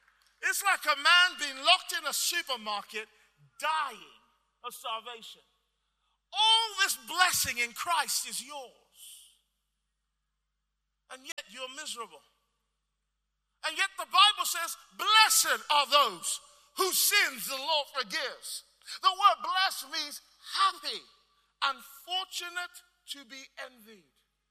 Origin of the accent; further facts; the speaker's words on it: Nigeria; I'm Nigerian, I told you.